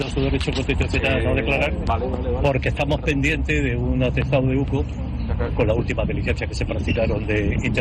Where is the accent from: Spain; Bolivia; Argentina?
Spain; Granada, Andalusia; le recuerdo a todos que soy de Granada y estamos en fiestas, ¿no?